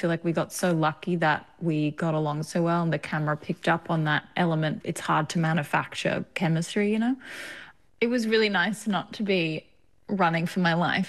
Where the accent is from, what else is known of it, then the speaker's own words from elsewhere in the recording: Australia; accent: Australian; You know, if it was, like, my Australian accent, they'd be like, lock her up, you know?